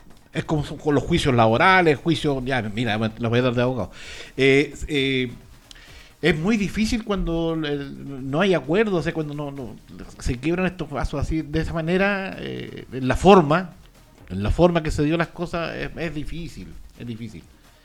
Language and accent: Spanish; Chile; como buen chileno, lleguemos a última hora ahí con las reservas.